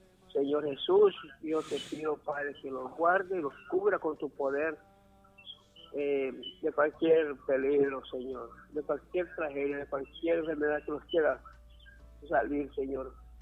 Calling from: Villanueva, Cortés, Honduras

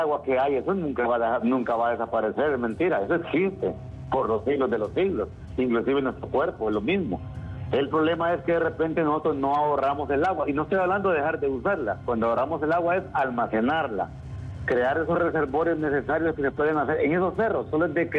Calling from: Santa Rosa de Copán, Copán, Honduras; Santa Rosa de Copán.

